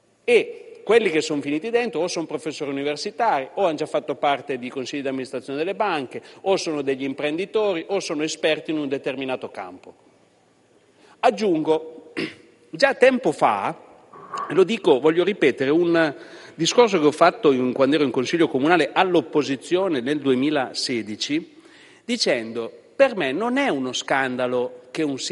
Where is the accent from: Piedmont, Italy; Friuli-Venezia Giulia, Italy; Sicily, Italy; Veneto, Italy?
Piedmont, Italy; Asti; sono di Asti.